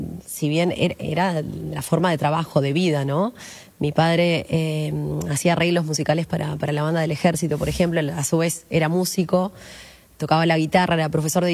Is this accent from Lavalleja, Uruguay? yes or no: yes; Minas, Lavalleja, Uruguay; moved away as an adult; yo soy de Minas, sí.